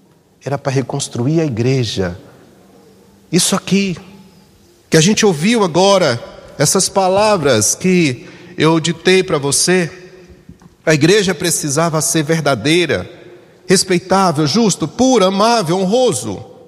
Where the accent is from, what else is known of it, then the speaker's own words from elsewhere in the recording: Itabuna, Bahia, Brazil; moved away; Eu nasci, o povo sabe, né, que sou baiano, da minha cidade lá de Itabuna